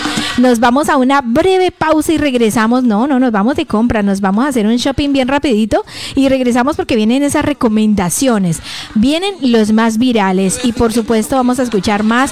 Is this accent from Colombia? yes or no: yes; Colombia